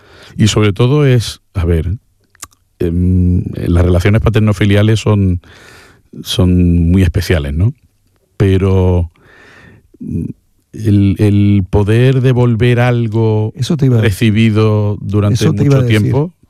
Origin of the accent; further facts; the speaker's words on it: Málaga, Andalusia, Spain; Pero a ver, siendo malagueño ya somos un poquito figurantes en nuestra...